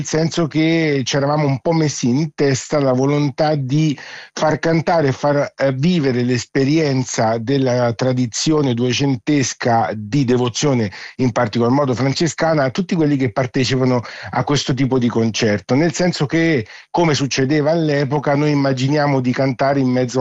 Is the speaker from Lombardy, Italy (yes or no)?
no; Umbria, Italy; accent: central Italian (Umbrian); dal mio accento immagino si capisca perché, vivendo nel centro d'Italia, in Umbria